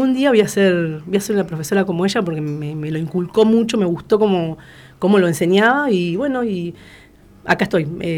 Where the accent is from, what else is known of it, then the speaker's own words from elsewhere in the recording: Buenos Aires, Argentina; moved away as an adult; now in Lobos, Argentina; No soy de acá de Lobos. Hace 12 años que vivo en Lobos, pero yo era de Buenos Aires, de la zona sur.